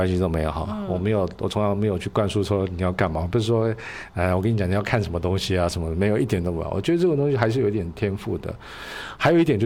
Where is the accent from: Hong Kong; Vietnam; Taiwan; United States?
Taiwan; moved away as an adult; now in Shanghai, China; 我是台湾人